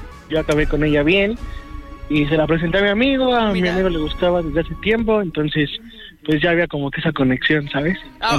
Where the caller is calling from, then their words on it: Ixtapaluca, State of Mexico, Mexico; Soy de Ixtapaluca.